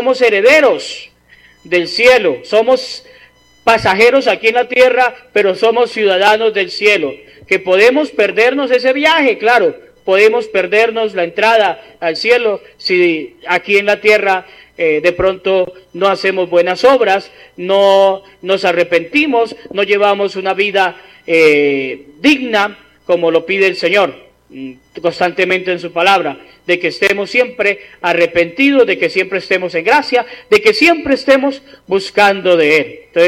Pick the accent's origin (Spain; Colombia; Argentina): Colombia; nosotros, como católicos colombianos